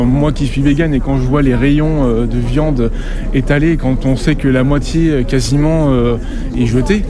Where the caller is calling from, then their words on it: Coulounieix-Chamiers, Nouvelle-Aquitaine, France; J'habite à Coulonnes-Chamier